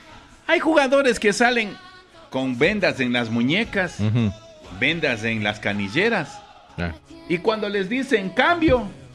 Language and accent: Spanish; Ecuador; somos campeones los ecuatorianos